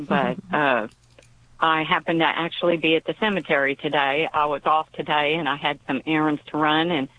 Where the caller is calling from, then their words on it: Ely, Texas, United States; I'm actually from Ely, Texas, which is about 20 miles east of Columbus. It's also on Interstate 10.